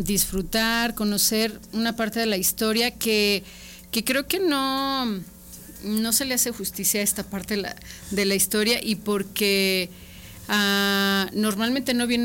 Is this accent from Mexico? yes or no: yes; San Julián, Jalisco, Mexico; moved away; Yo vengo de San Julián, Jalisco, que es el municipio considerado la cuna de la cristera